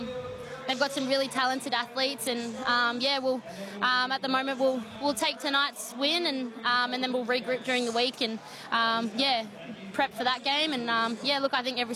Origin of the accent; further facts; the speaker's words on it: Newcastle, New South Wales, Australia; Yeah, look, I've spent a lot of time in Newcastle. Obviously, it's being my hometown